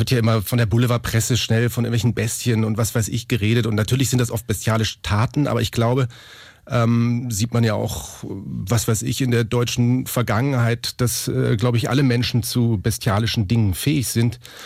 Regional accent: Munich, Bavaria, Germany; Ich komme ja aus München und war also auf dem Gymnasium

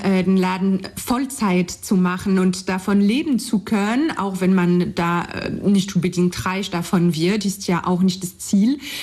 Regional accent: France; German is a second language; moved away as an adult; now in Leipzig, Germany; ich komme aus Frankreich, wie man es hört. Ich bin 34 Jahre alt, seit 2012 lebe ich in Leipzig, seit 2009 in Deutschland.

